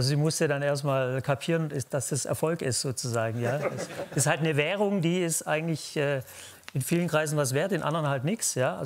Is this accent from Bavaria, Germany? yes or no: no; Baden-Württemberg, Germany; Nee, da bin ich akribisch, da bin ich Schwabe.